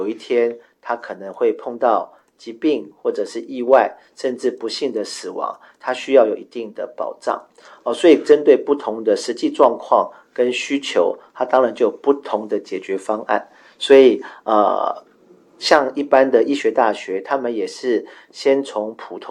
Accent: Taiwan

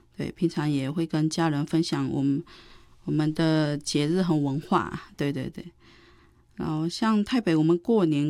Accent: Northern Thailand, Thailand; moved away as an adult; now in Taiwan; 我是拉祜族。

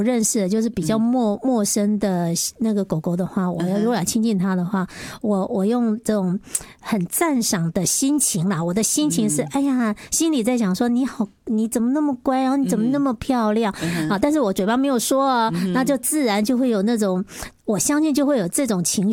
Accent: Taiwan; 我们台湾已经是毛孩子的出生率不是，就是增加率

